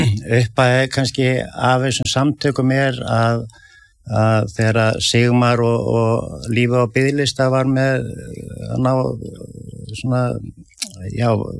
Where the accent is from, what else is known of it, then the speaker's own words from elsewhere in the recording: Reykjavík, Capital Region, Iceland; also born or lived in Hverfisgata, downtown Reykjavík; Sko, ég elst upp í Álftamýrinni og síðan flytjum við nýr í miðbæ þegar ég er 11 ára